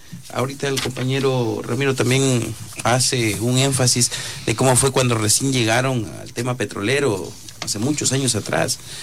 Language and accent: Spanish; Nueva Loja, Sucumbíos, Ecuador; born there; todos los que vivimos y somos nacidos aquí en Lago Agrio